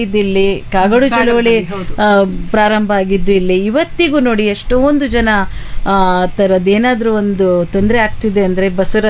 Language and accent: Kannada; Thirthahalli, Karnataka, India; ನಾನು ಬೇಸಿಕಲಿ ತೀರ್ಥಹಳ್ಳಿಯವಳು.